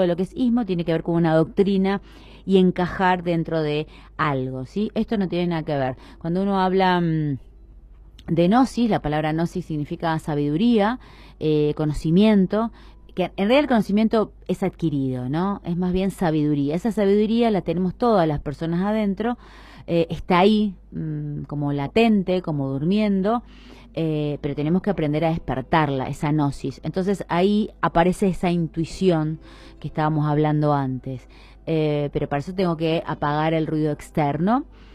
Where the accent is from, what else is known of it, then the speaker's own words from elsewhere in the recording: Argentina; somos todos argentinos